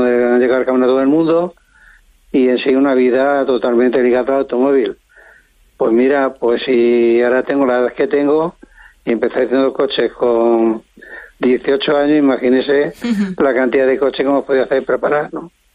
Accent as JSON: {"language": "Spanish", "town": "Madrid", "region": "Community of Madrid", "country": "Spain", "moved": "yes", "said": "yo vengo de Madrid"}